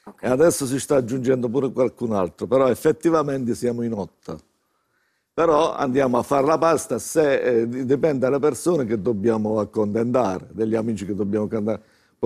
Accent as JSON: {"language": "Italian", "town": "Torino di Sangro", "region": "Abruzzo", "country": "Italy", "said": "Noi siamo di Torino di Sangro"}